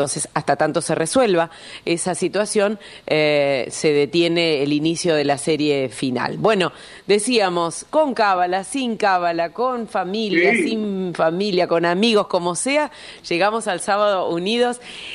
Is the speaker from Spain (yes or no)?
no; Argentina; valoremos que somos argentinos